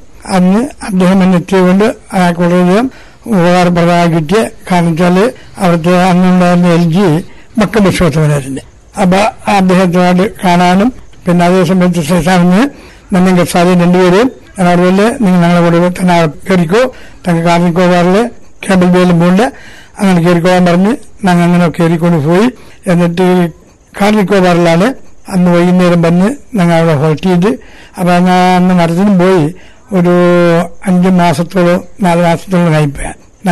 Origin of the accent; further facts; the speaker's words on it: Kavaratti, Lakshadweep, India; ഞാൻ കവർച്ചി തന്നെ ജനിച്ച് കവർച്ചി തന്നെ വളർന്ന് പഠിച്ച